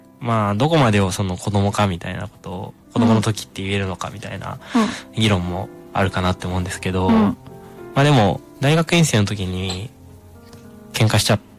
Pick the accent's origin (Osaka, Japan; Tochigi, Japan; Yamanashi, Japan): Osaka, Japan; now in Tokyo, Japan; 僕大阪出身で、で東京に来て、